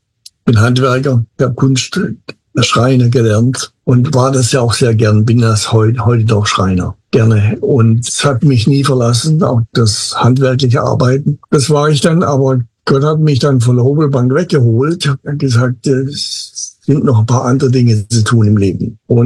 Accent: Baden-Württemberg, Germany; accent: Swabian; moved away; also born or lived in Micronesia; Und ich bin Schwabe, meine Frau kam von Ostdeutschland, da ist zugewandert, ihre Eltern. Und von daher habe ich ein bisschen mehr Hochdeutsch gelernt, als das Schwäbische war.

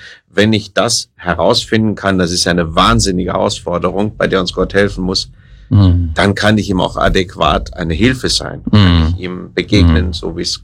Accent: Rhineland, Germany; now in Austria; Ich bin ein Rheinländer, ja

